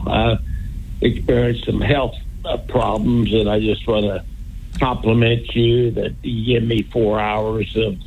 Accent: Illinois, United States; moved away; I'm a transplant from Illinois, but it was easy for me not to root for anybody.

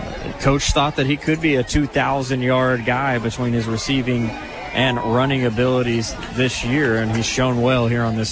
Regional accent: Texarkana, Arkansas, United States; I grew up in Texarkana, Arkansas

